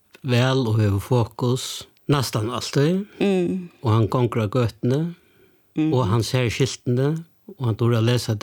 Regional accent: Morocco; Swedish is a second language; Men jag är från Marokko och checkar en universitet i Marokko.

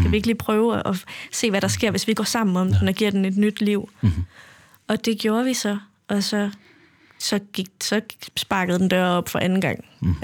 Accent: Central Denmark Region, Denmark; Ja. Ja, en lille bitte landsby i Vestjylland.

